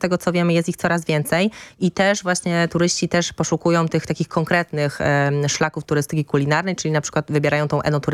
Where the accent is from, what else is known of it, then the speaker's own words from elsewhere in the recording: Świętokrzyskie Voivodeship, Poland; Czyli rodzinne strony. Tak, moje rodzinne strony